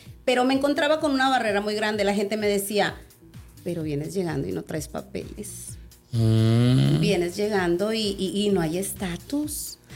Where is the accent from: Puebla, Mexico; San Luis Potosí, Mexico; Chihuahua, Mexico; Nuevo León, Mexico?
Nuevo León, Mexico; Monterrey; moved away as an adult; now in San Antonio, United States; Mira, vengo exactamente de Monterrey.